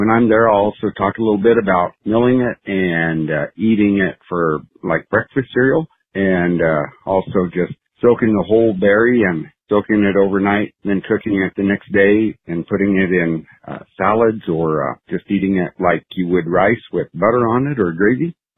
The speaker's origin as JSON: {"language": "English", "town": "Stratton", "region": "Nebraska", "country": "United States", "said": "I'm from Stratton, Nebraska, and I'm a sorghum producer"}